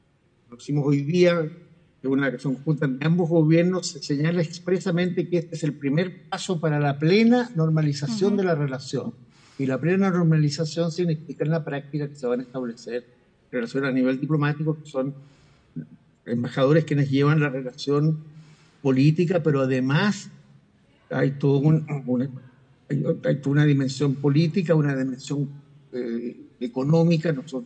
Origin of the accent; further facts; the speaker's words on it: Chile; Y yo, como chileno y ex embajador en Caracas